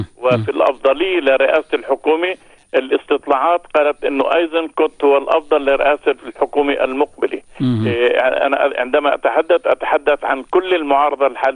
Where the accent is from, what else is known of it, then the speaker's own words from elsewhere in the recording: Israel; اتجاهنا كشعب واتجاهنا كأقلية فلسطينية في الداخل